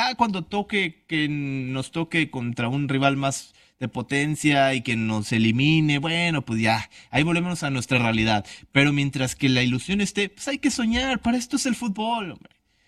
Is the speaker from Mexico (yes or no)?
yes; Mexico; Sí vivo en pesquería, pero no soy coreano. Hay muchísimos coreanos ahí, pero no, yo soy mexicano.